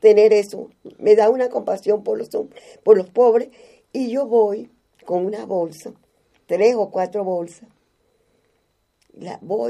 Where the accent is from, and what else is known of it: Venezuela; born or raised there; now in Spain